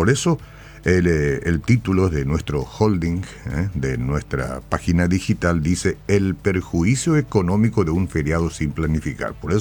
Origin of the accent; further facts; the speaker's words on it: Paraguay; porque somos paraguayos y llevamos la albirroja en el corazón